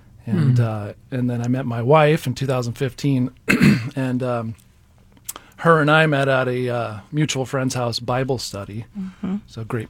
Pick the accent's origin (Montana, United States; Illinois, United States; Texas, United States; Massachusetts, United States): Montana, United States; Lolo; moved away as an adult; now in Phoenix, United States; I grew up in a small town called Lolo, Montana. And when I was 19 years old, I moved out to Phoenix, Arizona. Grew up in a secular home. Didn't know the Lord. None of my family members went to church.